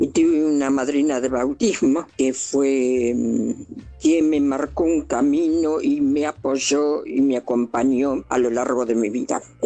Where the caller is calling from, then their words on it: Argentina; de Valvanera.